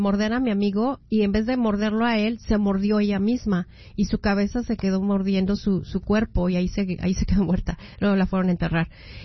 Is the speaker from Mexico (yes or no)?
yes; Mexico; como soy bien mexicana y brava como soy